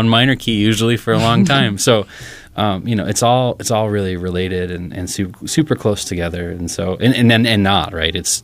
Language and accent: English; Des Moines, Iowa, United States; Des Moines. I grew up in Des Moines.